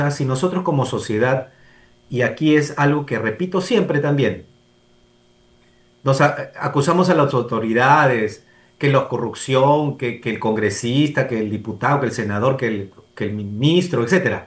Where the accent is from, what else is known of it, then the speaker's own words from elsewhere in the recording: Peru; nosotros como padres peruanos